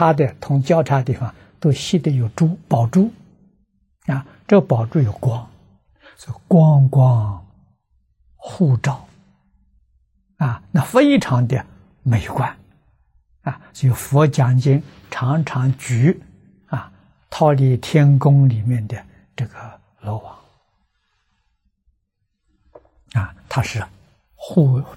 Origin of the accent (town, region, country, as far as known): China